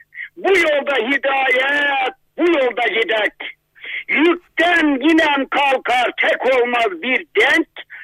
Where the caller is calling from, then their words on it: Kahramanmaraş, Turkey; Kahramanmaraş'tan arıyorum.